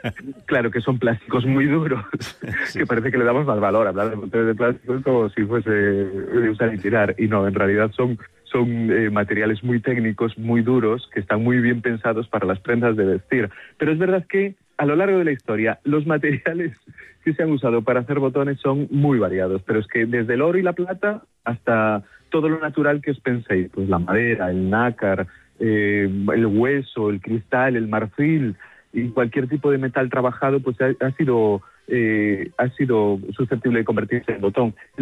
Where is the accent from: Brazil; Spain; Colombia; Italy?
Spain; Galicia; Que bueno, yo como gallego tengo que indicar la ostra gallega como calidad